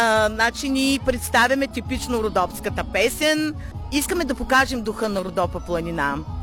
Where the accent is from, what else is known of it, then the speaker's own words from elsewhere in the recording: Devin, Smolyan Province, Bulgaria; Значи ние сме от град Девин, квартал Настан, читалище, народно читалище Възраждане, 1949, и аз съм секретар на читалището